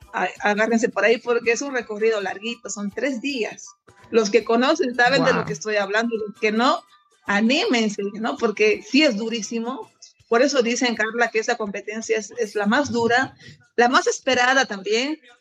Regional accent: Bolivia; La última semana, como bolivianos que somos, siempre la última semana, última hora, sí, pues se inscriben, ¿no?

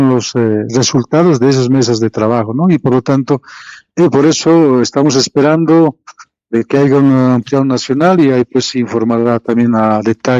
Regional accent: Bolivia; Porque aquí somos bolivianos y entre bolivianos, en un diálogo sincero y claro, debemos debatirlo

